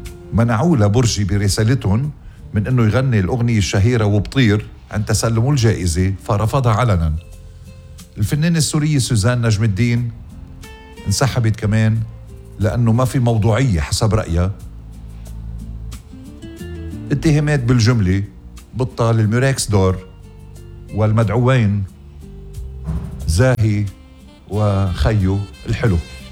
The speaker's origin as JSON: {"language": "Arabic", "country": "Lebanon", "said": "الله يحمي وطننا لبنان."}